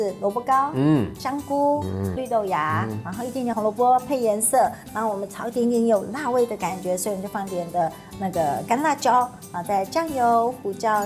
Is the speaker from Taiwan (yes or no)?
yes; Taiwan; 我以为只有我们台湾人在吃